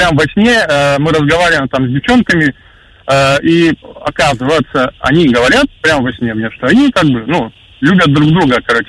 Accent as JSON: {"language": "Russian", "town": "Voronezh", "region": "Voronezh Oblast", "country": "Russia", "said": "я из Воронежа."}